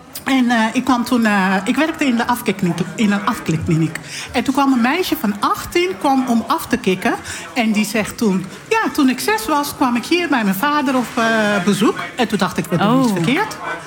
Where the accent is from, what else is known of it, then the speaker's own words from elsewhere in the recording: Paramaribo, Suriname; Ik kom dus uit Paramaribo. En daar zijn iedereen is daar tante.